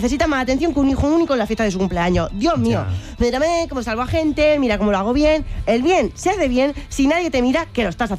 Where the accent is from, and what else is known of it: Region of Murcia, Spain